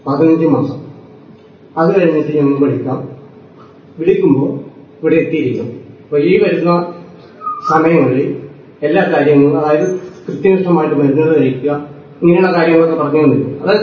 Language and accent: Malayalam; Kerala, India; ഞാൻ പാലാരൂർ സ്വദേശിയാണ്.